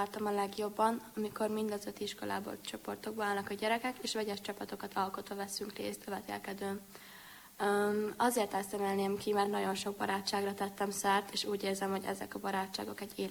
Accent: Székesfehérvár, Fejér, Hungary; és Székesfehérvárról jöttem, a Ciszterci Szent István gimnáziumból.

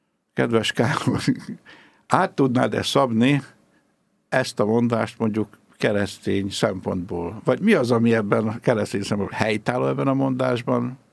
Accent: Pest, Hungary; én Budakörnyéki sváb gyerek vagyok

